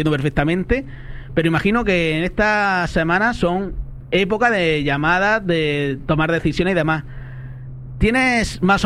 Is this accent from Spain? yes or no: yes; Spain; yo siendo español